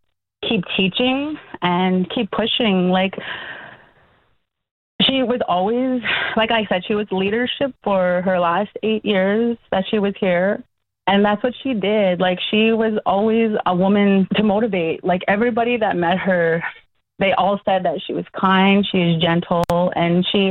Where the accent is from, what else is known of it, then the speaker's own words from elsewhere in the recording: Frog Lake First Nation, Alberta, Canada; So I grew up without the internet. So I was a tomboy. My parents raised us traditionally. So we went to ceremonies.